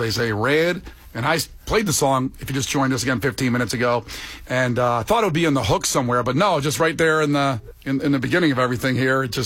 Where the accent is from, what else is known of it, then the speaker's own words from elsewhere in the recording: Ohio, United States; I grew up in Ohio.